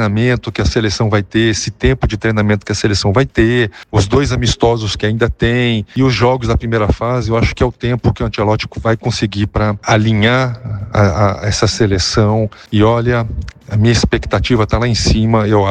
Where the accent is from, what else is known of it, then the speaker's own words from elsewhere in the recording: Brazil; Olha, a nossa expectativa sempre é muito alta. Somos brasileiros e não desistimos nunca.